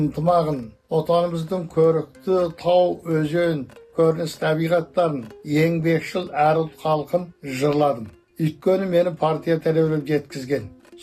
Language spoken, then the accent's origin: Kazakh; Burqin County, Xinjiang, China; 1949 жылы 9 айдың 26 күні Бұрышын ауданы Долайт ауылдығындағы қарапайым малшы отбасында дүниеге келдім.